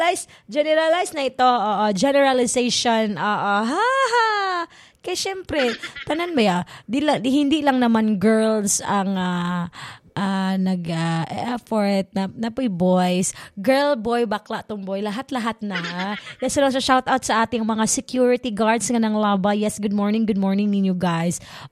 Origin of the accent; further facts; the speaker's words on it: Central Visayas, Philippines; born there; accent: Bisaya; also born or lived in Tagalog-speaking region; noon magaling ako noon Tagalog kasi Tagalog talaga ako noon, pero lumaki na ako dito sa Bohol kaya yung Tagalog ko parang ano na … yung Bisaya accent.